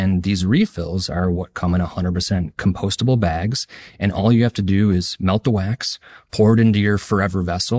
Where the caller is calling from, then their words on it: Brooklyn, New York, United States; I'm calling in from Brooklyn, New York.